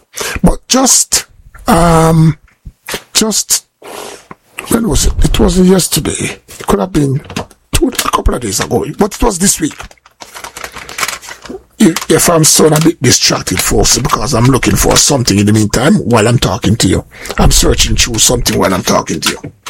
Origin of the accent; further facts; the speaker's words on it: Kingston, Jamaica; also born or lived in Clarendon, Jamaica; I'm from West Kingston. I grew up in West Kingston. I was born in Clarendon. I'm a Clarendonian man. You know, yeah, man. I'm a Clarendon man. That's where I was born. But I grew up in West Kingston.